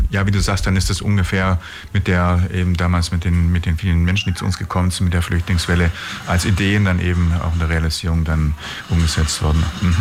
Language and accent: German; Ulm, Baden-Württemberg, Germany; ich bin auch echter Ulmer